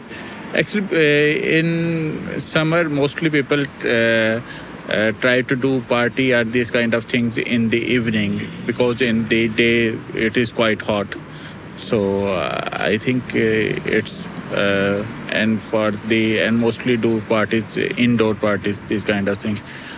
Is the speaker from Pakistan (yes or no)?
yes; Pakistan; English is a second language; now in Brussels, Belgium; So I have shifted in the Brussels recently. I am from Pakistan. Pakistan weather is very hot. Yeah, around 40, 45.